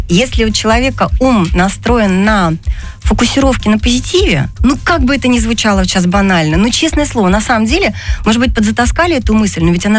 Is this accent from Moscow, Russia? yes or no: no; Saint Petersburg, Russia; now in Krasnodar, Russia; Это моя вторая родина, потому что я ленинградка и обожаю Кубань, люблю ее всей душой.